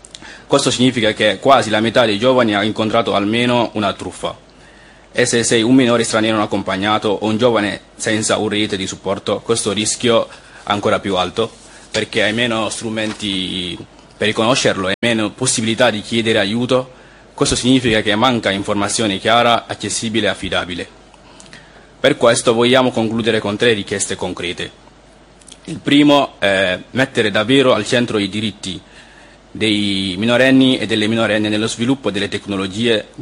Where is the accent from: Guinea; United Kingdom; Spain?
Guinea; now in Italy; vengo dalla Guinea Conakry. Vivo in Italia da quasi 4 anni ormai.